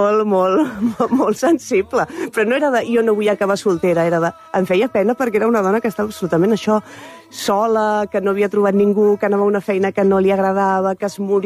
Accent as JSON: {"language": "Catalan", "town": "Mataró", "region": "Catalonia", "country": "Spain", "tie": "born or raised there", "said": "Bueno, jo soc de Rocafonda també, com el Lamin Yamal"}